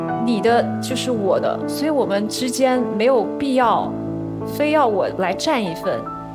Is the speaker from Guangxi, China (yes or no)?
yes; Wuzhou, Guangxi, China; 我今年43岁，我来自广西梧州，